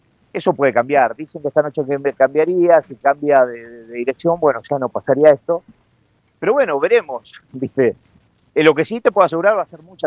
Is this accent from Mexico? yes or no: no; Argentina; now in Staten Island, United States; Soy muy reconocido cuanto a que soy de Argentina, porque no hay tantos argentinos acá.